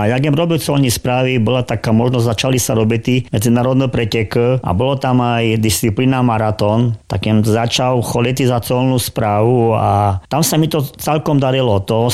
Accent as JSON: {"language": "Slovak", "region": "eastern Slovakia", "country": "Slovakia", "said": "No, ja si dúfam, že u nás na východe je furt toho snivu"}